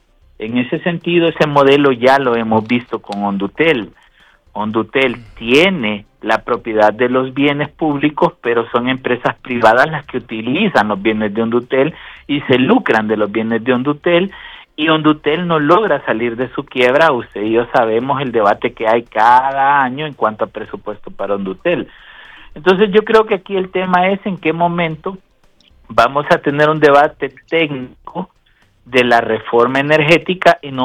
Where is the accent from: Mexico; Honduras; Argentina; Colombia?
Honduras